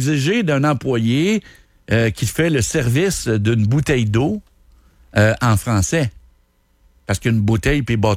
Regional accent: Trois-Rivières, Quebec, Canada; Moi, je viens de Trois-Rivières. Puis moi, j'ai appris français.

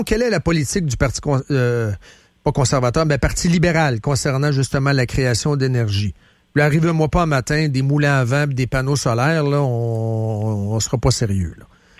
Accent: Quebec, Canada; On est des Québécois, vous et moi, puis on y pose la question.

